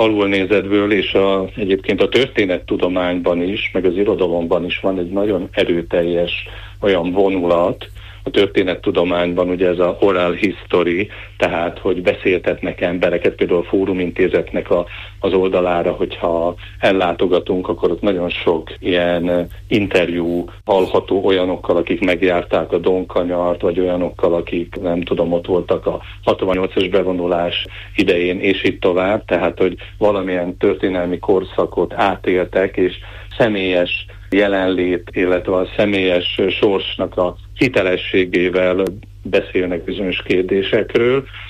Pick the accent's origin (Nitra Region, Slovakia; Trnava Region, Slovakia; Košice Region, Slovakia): Nitra Region, Slovakia; Kamenín; also born or lived in Bratislava; az én szülőfalum Kémént is megjelenik ebben a tanulmányban